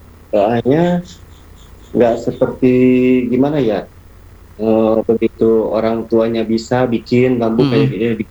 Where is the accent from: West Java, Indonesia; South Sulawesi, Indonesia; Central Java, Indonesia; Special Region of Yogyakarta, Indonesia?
West Java, Indonesia; Singaparna; Iya, saya dari Galunggungnya Pak, Singaparna.